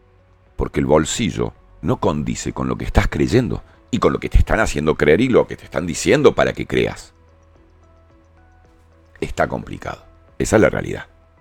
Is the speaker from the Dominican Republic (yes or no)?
no; Argentina; nos pasa a los argentinos en Europa, en España, en todos lados